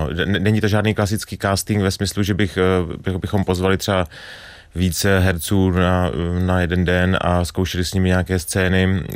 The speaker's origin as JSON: {"language": "Czech", "town": "Strážnice", "region": "South Moravian Region", "country": "Czechia", "said": "Lukáš Příkazský, tak ten je taky ze Strážnice, odkud pocházím"}